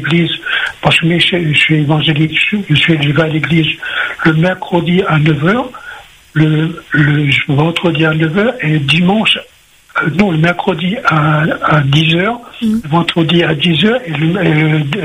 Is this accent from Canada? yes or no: no; Réunion, France; born there; Oui, je suis né à La Réunion, je suis né à la rue Victor le Vigoureux.